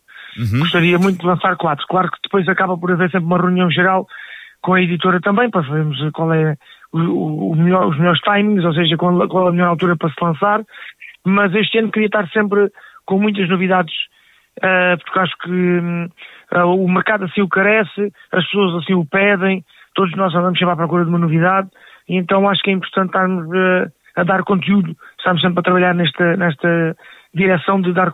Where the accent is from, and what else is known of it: Portugal